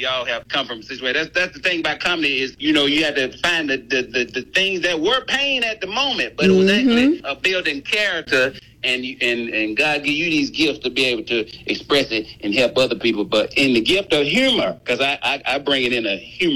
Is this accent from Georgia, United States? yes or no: yes; Villa Rica, Georgia, United States; born there; But I live up and down 20. You know, I was born in Villa Rica. That's my hometown.